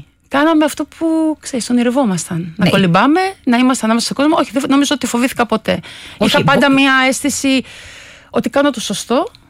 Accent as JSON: {"language": "Greek", "town": "Chania", "region": "Crete", "country": "Greece", "moved": "yes", "said": "Έφυγα πολύ γρήγορα από τα Χανιά μεταγραφή, ήρθα στη Βουλιαγμένη, στην εθνική ομάδα."}